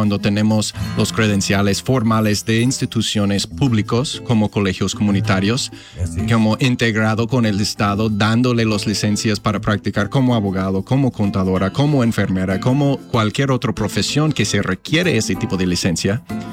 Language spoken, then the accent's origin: Spanish; Omaha, Nebraska, United States; los que me escuchan con el acento y todo, soy de aquí de Omaha